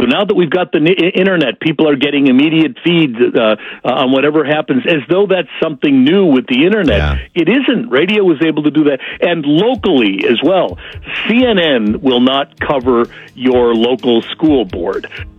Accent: Chicago, Illinois, United States; I grew up in Chicago

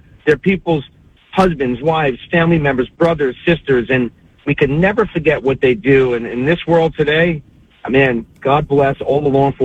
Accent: New York, United States; my hometown of New York

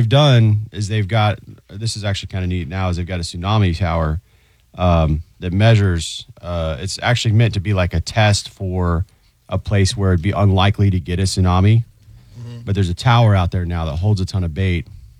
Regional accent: Jacksonville, Florida, United States; I mean, well, I grew up in Jacksonville

